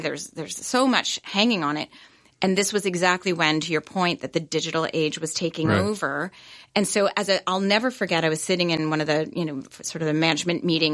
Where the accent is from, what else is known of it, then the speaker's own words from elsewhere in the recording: Cobourg, Ontario, Canada; moved away as an adult; I was born and raised here, actually small town girl, not far from here. I grew up in Cobourg.